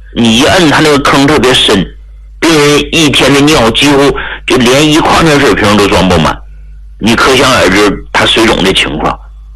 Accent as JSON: {"language": "Chinese", "town": "Hegang", "region": "Heilongjiang", "country": "China", "tie": "born or raised there", "said": "我说我老家是黑龙江的啊，黑龙江鹤岗那么个小地方"}